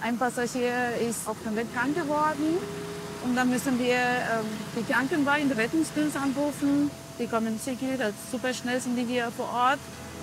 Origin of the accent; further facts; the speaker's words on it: Argentina; German is a second language; moved away as an adult; now in Germany; Ich bin aus Argentinien.